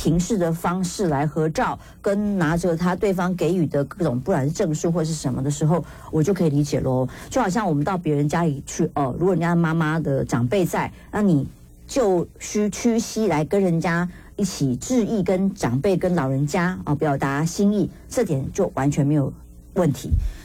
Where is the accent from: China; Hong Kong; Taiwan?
Taiwan